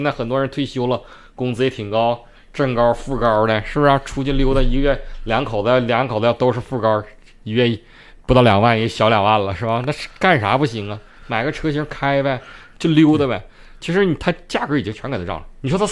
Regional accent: Northeast China, China; accent: Northeastern; 就是我们东北话缝了

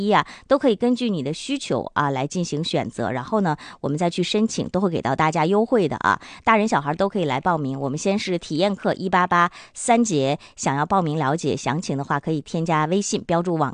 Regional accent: Northeast China, China; 不仅我们东北人啊对于这首歌感同身受

